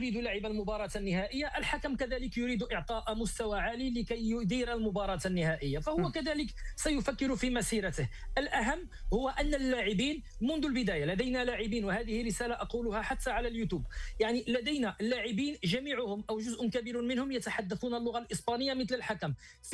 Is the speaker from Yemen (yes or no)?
no; Morocco; نحن كمغاربة